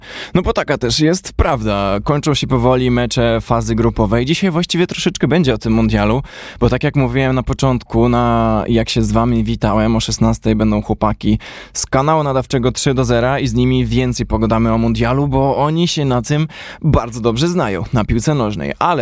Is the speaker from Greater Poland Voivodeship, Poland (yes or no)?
no; Warsaw, Masovian Voivodeship, Poland; my jako warszawiacy